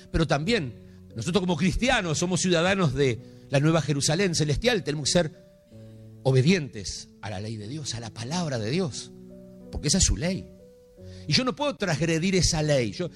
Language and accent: Spanish; Argentina